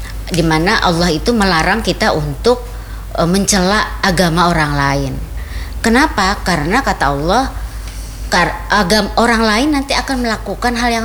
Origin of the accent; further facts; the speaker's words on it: South Kalimantan, Indonesia; memang kultur kita orang Banjar ini cenderung ya jerpian tadi istilahnya alergi lah